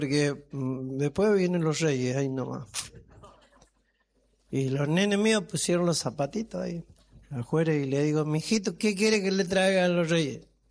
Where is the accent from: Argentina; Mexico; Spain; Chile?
Argentina; Mendoza; Yo soy mendocino y estoy acá a pedido de la gente.